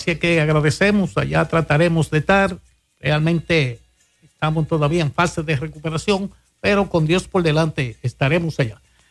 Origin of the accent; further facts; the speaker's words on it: Espaillat, Dominican Republic; yo pertenezco a originalmente a la provincia de España.